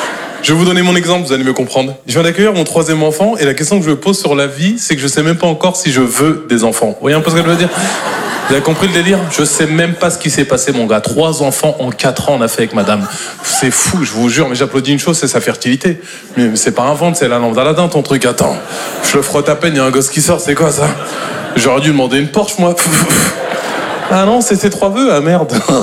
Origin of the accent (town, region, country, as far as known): Normandy, France